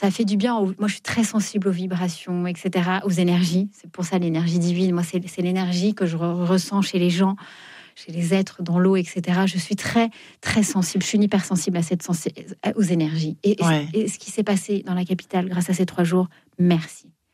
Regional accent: Fontainebleau, Île-de-France, France; Moi, je viens de Fontainebleau. Et c'est ce que je dis. Moi, j'ai commencé à faire mes premiers pas, à ramasser les feuilles pour faire des herbiers quand j'étais toute petite dans la forêt de Fontainebleau

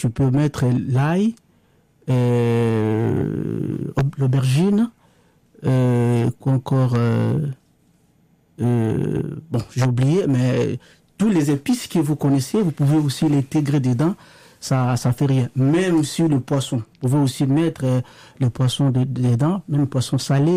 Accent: DR Congo; first language Lingala; French is a second language; Du Congo-Kinshasa. Je viens de Congo-Kinshasa, la RDC.

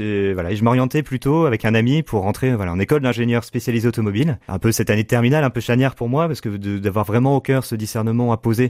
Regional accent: Le Mans, Pays de la Loire, France; J'ai grandi au Mans, donc j'ai fait mon école collège lycée au Mans

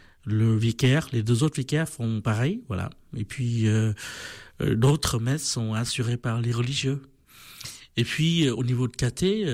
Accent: Vietnam; French is a second language; moved away as an adult; now in France; Chez nous, quand on va à la messe, le dimanche, il y a beaucoup de monde. Au Vietnam...

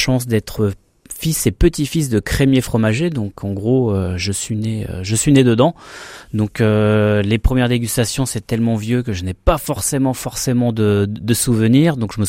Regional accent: France; moved away as an adult; also born or lived in Japan; étant fils et petit-fils de crémier fromager, en tant que bon français

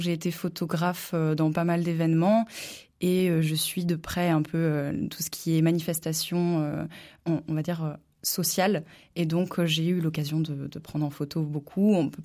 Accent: Brittany, France; now in Charente, France; Avant, donc moi je suis bretonne, donc il y a eu cette partie-là.

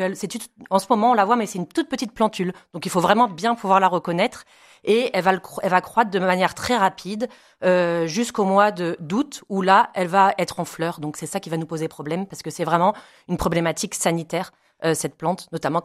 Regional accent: Provence-Alpes-Côte d'Azur, France; Donc, on en retrouve beaucoup chez nous, dans le Vaucluse, au niveau de Louvès, par exemple, sur les sites de baignade.

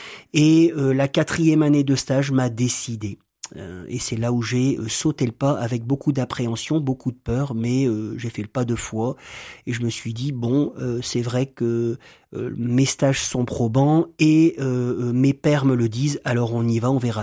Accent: Roubaix, Hauts-de-France, France; born there; Je suis né à Roubaix.

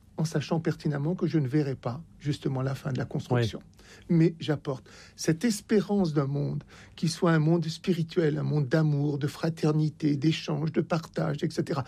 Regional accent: Oran, Oran Province, Algeria; born there; moved away; Je suis né à Oran.

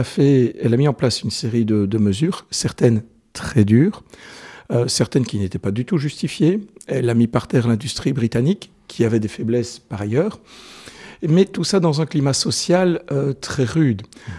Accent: Namur, Wallonia, Belgium; Eh bien, de Namur, et plus particulièrement de Baumel.

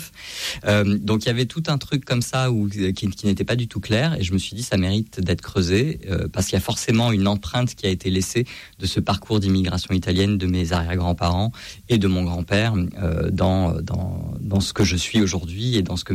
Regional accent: Hyères, Provence-Alpes-Côte d'Azur, France; Moi, je suis originaire de Hyères, j'ai grandi à Hyères

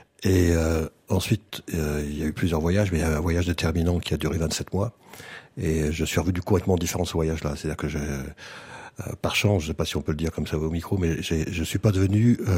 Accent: France; je suis membre d'une diaspora, donc la diaspora arménienne. Je suis pas arménien, je suis français d'origine arménienne.

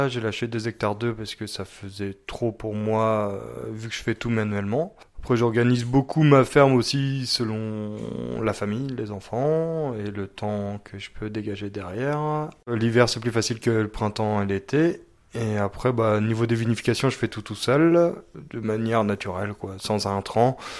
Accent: Angers, Pays de la Loire, France; Moi, je viens d'Angers à la base, j'ai fait un BTS à viticulture et œnologie à Saumur et je suis arrivé au Pic Saint-Loup après mon BTS, donc à 22 ans.

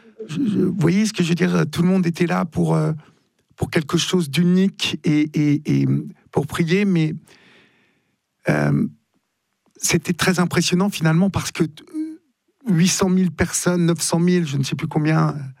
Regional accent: Paris, Île-de-France, France; Oui, je suis parisien, et donc j'habite à Paris

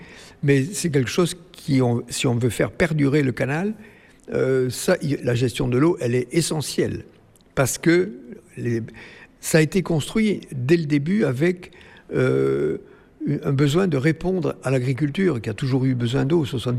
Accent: Vielmur, Occitanie, France; Oui, je suis né à Vielmur, dans le Tarn, petit village, à la campagne. On n'avait même pas l'eau courante, vous voyez, dans la maison.

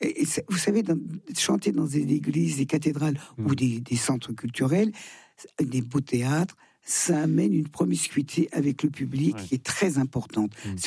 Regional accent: Thonon-les-Bains, Auvergne-Rhône-Alpes, France; Rhône-Alpes, je vais être à Annecy. Je vais être à Thonon-les-Bains, ma ville natale.

